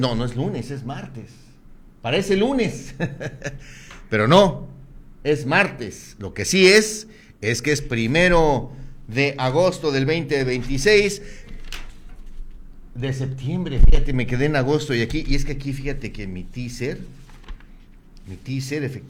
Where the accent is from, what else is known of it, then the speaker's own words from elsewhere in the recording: Mexico; es un mes en el que todos los mexicanos, pues nos sentimos eso, lo que somos, muy mexicanos.